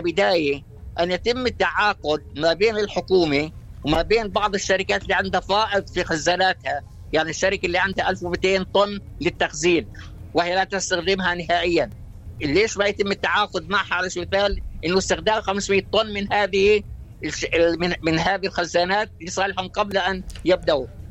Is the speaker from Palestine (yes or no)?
yes; Palestine; إحنا كشعب فلسطيني